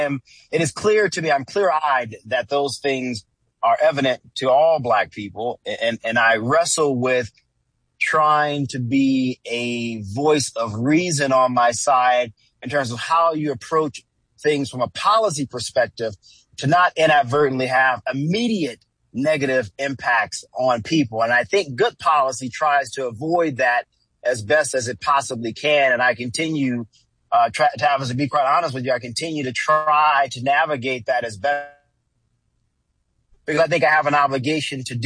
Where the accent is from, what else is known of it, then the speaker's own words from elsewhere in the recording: Southern United States, United States; You know, I grew up in the South.